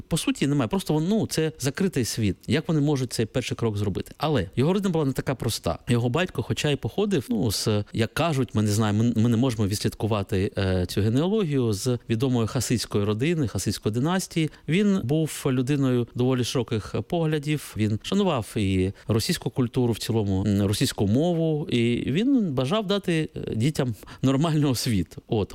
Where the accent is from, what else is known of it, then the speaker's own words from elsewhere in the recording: Kharkiv, Kharkiv Oblast, Ukraine; Оскільки я сам з Харкова